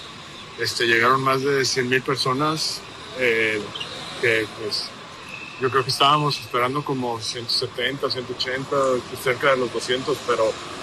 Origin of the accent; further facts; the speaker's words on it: Jalisco, Mexico; muy agradecido con mi tierra, con Jalisco siempre, que siempre desde el principio me abrió las puertas